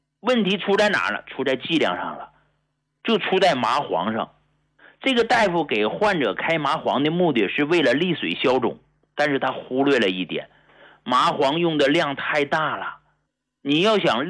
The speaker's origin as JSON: {"language": "Chinese", "town": "Hegang", "region": "Heilongjiang", "country": "China", "tie": "born or raised there", "moved": "yes", "lives_now": "Guangdong, China", "said": "在我老家黑龙江鹤岗那地儿"}